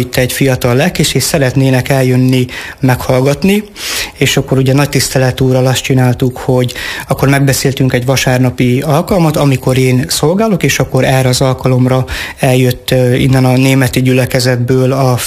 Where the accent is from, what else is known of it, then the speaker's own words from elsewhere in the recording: Fornos, Zakarpattia Oblast, Ukraine; is ugye olyan közegből jövök az én kárpátai fornosi anyagyülekezetemből, ahol tulajdonképpen az ifiben nőttem fel